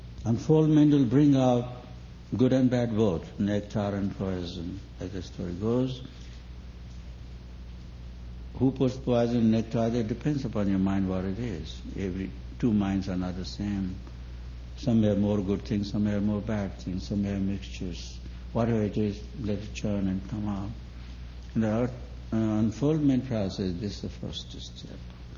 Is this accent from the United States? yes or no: no; India; at least I'm from India